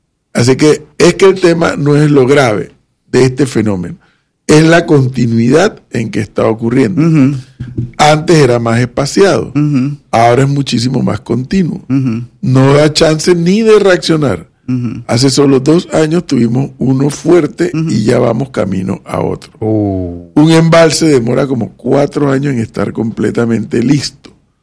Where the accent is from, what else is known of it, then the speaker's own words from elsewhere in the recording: Panama; los panameños hemos tenido la visión de hacer del canal un buen negocio para el Estado.